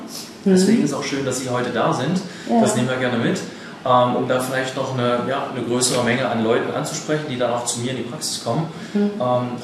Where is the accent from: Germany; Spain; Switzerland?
Germany; Halle, Saxony-Anhalt; Ich komme aus Halle und hatte halt in dem Umkreis geschaut, was ist so eine halbe Stunde bis 40 Minuten von meinem Wohnort entfernt.